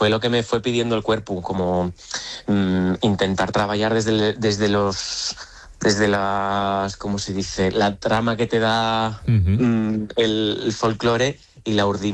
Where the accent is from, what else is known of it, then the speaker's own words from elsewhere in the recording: Oviedo, Asturias, Spain; que tengo muchas ganas de traer a Uvieu porque yo soy de Uvieu, entonces viene a verme todo el mundo, espero.